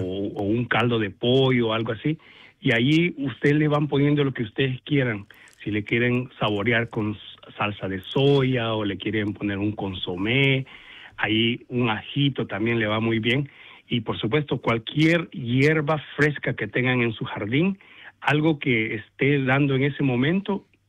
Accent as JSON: {"language": "Spanish", "country": "El Salvador", "said": "A mí, los platillos de mi región, yo soy del Salvador, y las pupusas son como el plato predilecto de los centroamericanos."}